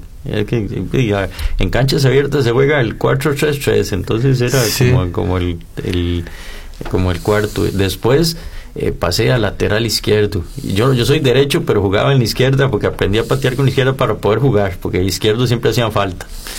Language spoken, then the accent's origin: Spanish; Aserrí, San José, Costa Rica; Yo soy de Aserrí, incluso en Aserrí me conocen la mayoría como